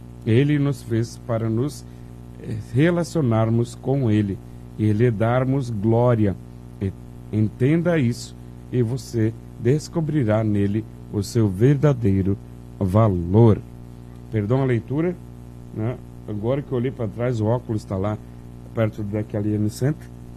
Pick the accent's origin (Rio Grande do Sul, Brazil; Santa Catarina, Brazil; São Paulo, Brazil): Santa Catarina, Brazil; Itaiópolis; moved away; also born or lived in Joinville; Eu sou natural de Itaió, Santa Catarina, mas eu morei muitos anos em Joinville.